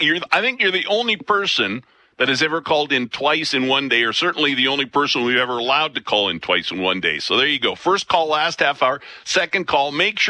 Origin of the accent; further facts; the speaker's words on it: Canada; us as Canadians